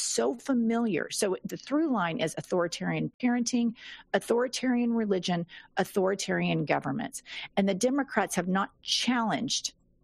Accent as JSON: {"language": "English", "town": "Oklahoma City", "region": "Oklahoma", "country": "United States", "tie": "born or raised there", "said": "These friends I grew up with in Oklahoma City were terrified."}